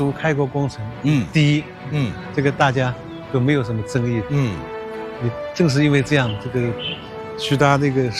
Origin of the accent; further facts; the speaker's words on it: Jiangnan, China; 我小时候生活在江南